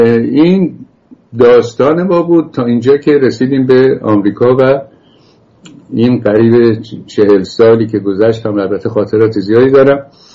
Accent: Iran; moved away as an adult; also born or lived in France / England; now in United States; ما رفتیم به انگلیس و بعد رفتیم به اول فرانسه و بعد انگلستان و از انگلستان آمدیم آمریکا و فرهنگ برای ما بیگانه بود. با همون لباس و خودشلواری که ایران میپوشیدیم

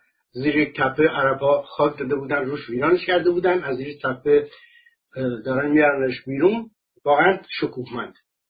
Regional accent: Iran; من احساس حقارت میکنم که زنده ام و ایرانیم

